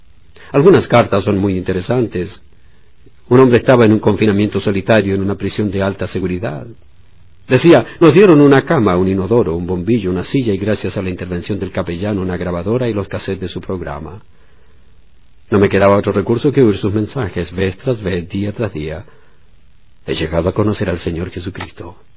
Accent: Punta Arenas, Magallanes and Chilean Antarctica, Chile; Puede ser mi ciudad natal, Punta Arenas.

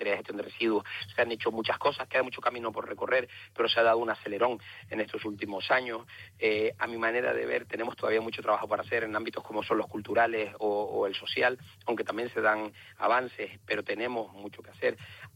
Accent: Canary Islands, Spain; ¿Cómo somos los canarios?

